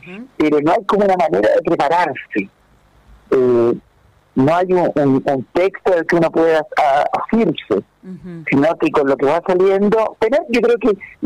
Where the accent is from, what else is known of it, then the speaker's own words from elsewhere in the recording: Chile; yo como chileno apoyando a Argentina